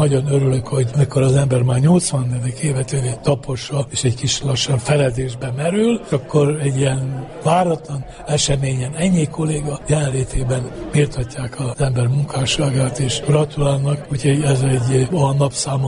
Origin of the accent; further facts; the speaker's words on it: Felsőszentmárton, Baranya, Hungary; eszembe jutott, hogy Felsőszentmártón, ahonnan származom.